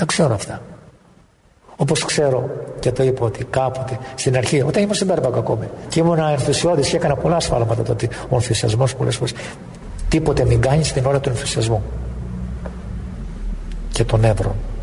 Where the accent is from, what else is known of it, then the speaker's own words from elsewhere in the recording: Peloponnese, Greece; Γι' αυτό είμαι από την Αργολίδα.